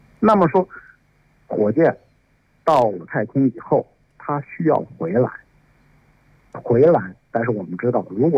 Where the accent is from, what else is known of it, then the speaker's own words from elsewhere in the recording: China; 两种路径，那我们中国人尝试了第三种技术路径，